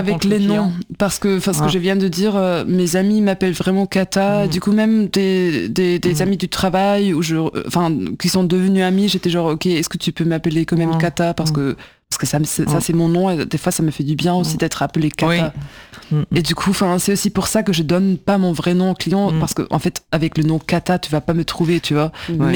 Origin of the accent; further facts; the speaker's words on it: Germany; Je suis allemande.